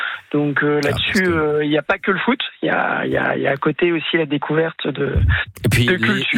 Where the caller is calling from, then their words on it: Paris, Île-de-France, France; je suis rentré sur Paris.